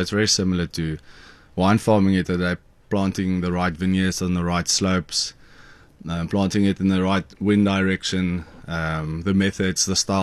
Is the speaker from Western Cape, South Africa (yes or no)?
yes; Western Cape, South Africa; moved away; My father's father was an apple farmer in Elgin, and my mom's parents were grape growers in Botlaray, which is a small ward just off Stellenbosch towards Cape Town. So, you know, me growing up in a wine farm